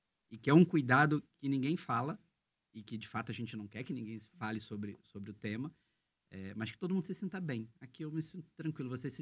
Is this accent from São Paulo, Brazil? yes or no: no; Rio de Janeiro, Brazil; moved away as an adult; also born or lived in Maringá; now in Londrina, Brazil; eu já rodei um bocado. É. Mas eu sou carioca, e aí por conta de trabalhar em shopping, eu já rodei alguns estados do Brasil